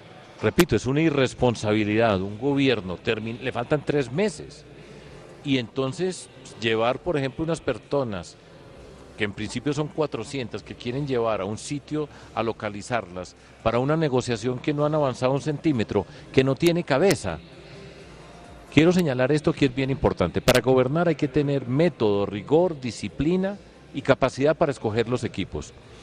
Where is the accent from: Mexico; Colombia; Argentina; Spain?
Colombia; Medellín, Antioquia; todos los que somos de Medellín